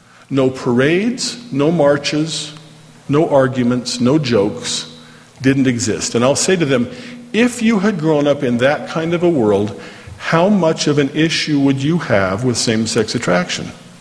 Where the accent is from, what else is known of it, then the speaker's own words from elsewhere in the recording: Orem, Utah, United States; and I grew up here in Orm, so I know it was just a little bit south of there, right about in there. That's where we live.